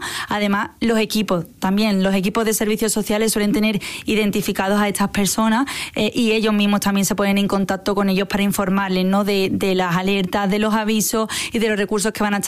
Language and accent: Spanish; Seville, Andalusia, Spain; now in Jaén, Spain; yo soy sevillana